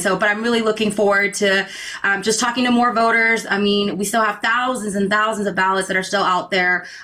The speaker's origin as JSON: {"language": "English", "town": "Sacramento", "region": "California", "country": "United States", "tie": "born or raised there", "said": "as a daughter, a refugee, growing up in South Sacramento"}